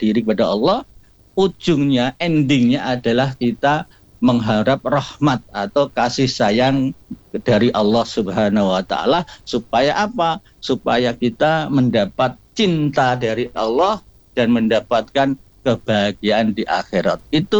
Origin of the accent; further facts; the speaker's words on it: Semarang, Central Java, Indonesia; saya asli atau lahir di Semarang.